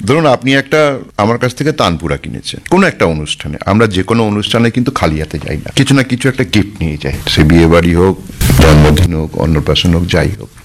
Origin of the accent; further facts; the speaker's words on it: Serampore, West Bengal, India; আমি আমার বাড়ি শ্রীরামপুর, শ্রীরামপুরে ঘরে বসে আমি এটাকে সেল।